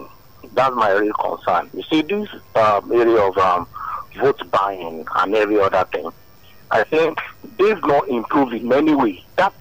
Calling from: Lagos, Nigeria; I'm calling from Fagba area.

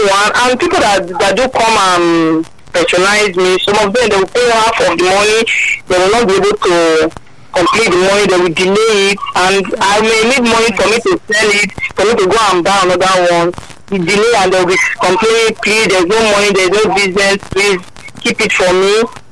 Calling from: Agbado, Ogun, Nigeria; I'm calling from Agbado Oja.

